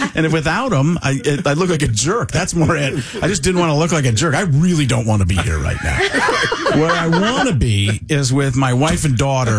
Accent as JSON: {"language": "English", "town": "Waukesha", "region": "Wisconsin", "country": "United States", "said": "I'm from Waukesha, Wisconsin, probably 40 minutes away from there."}